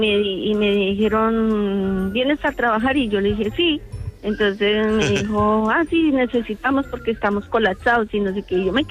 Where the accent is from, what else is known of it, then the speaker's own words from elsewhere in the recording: Colombia; now in Spain; Porque yo vengo de Colombia. Llevo 28 años aquí en España.